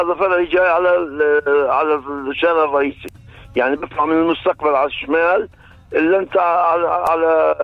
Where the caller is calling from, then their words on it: Ramallah, West Bank, Palestine; من رام الله.